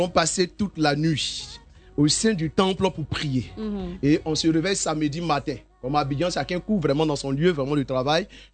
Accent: Côte d’Ivoire; ici en Côte d'Ivoire

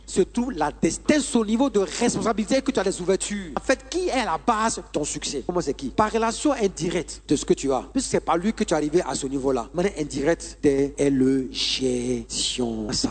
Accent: Burkina Faso; Moi, je viens du Burkina Faso.

